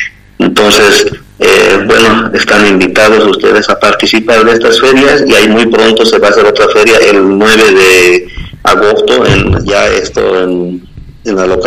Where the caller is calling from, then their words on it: Ballivián Province, Beni, Bolivia; aquí dentro de la provincia de Valdivia